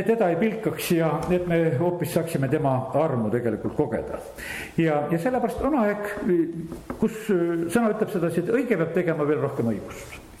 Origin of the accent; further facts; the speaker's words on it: Võru, Võru County, Estonia; kui elasin, noh, ütleme lapsena siin Võrus veel